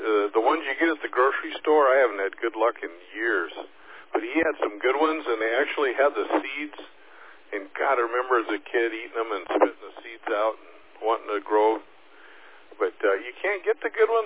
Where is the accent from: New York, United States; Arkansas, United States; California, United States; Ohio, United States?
California, United States; Rialto; I grew up in Rialto, and every block we were on the first houses on the block, and we were surrounded by orange groves